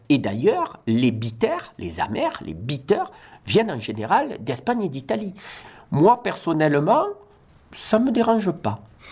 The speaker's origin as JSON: {"language": "French", "region": "Provence-Alpes-Côte d'Azur", "country": "France", "tie": "born or raised there", "moved": "yes", "said": "Alors, moi je suis originaire de Camargue."}